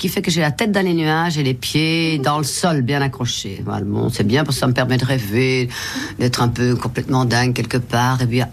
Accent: Brussels, Belgium; Alors, je ne suis ni flamande ni wallonne, je suis brabançonne, c'est-à-dire bruxelloise.

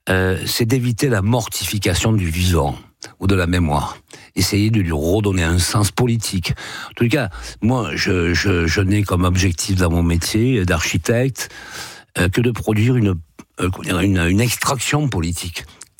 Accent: Southern France, France; accent: southern; Vous voyez, j'ai un accent du Sud

